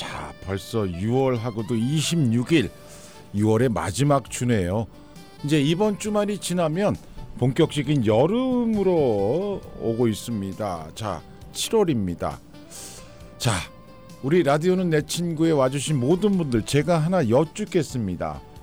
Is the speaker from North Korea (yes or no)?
no; Seoul, South Korea; now in Los Angeles, United States; 왜냐하면 저 같은 경우는 서울에서 태어나고 자랐기 때문에 이곳 LA가 저에게는 제2의 고향입니다.